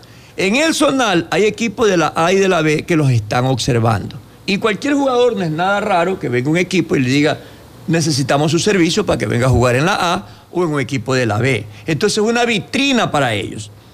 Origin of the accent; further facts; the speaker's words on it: Quevedo, Los Ríos, Ecuador; born there; Yo nací por el Quevedo.